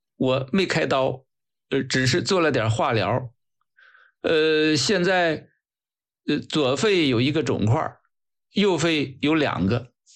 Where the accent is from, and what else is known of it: China